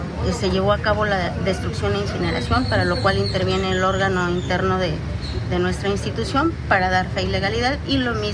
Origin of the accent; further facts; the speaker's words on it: Guanajuato, Mexico; vengo de Guanajuato.